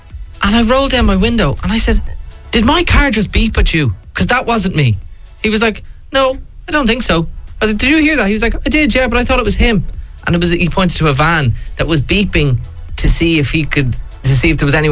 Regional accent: Drogheda, County Louth, Ireland; Now, see, I grew up in Drogheda, so I was also surrounded by guards.

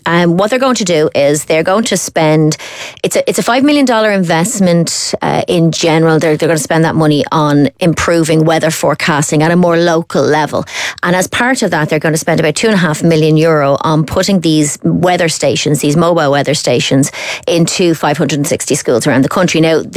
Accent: Ireland; we like to talk about the weather as Irish people, we do.

